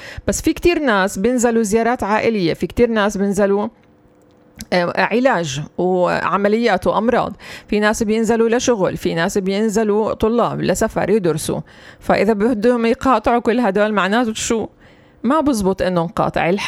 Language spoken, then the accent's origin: Arabic; Palestine; إحنا كفلسطينيين